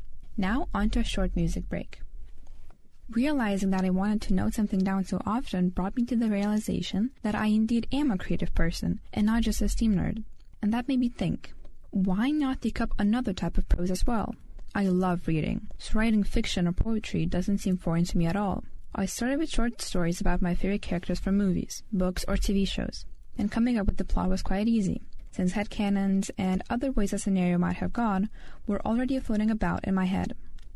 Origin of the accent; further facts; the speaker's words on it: Lithuania; first language Lithuanian; English is a second language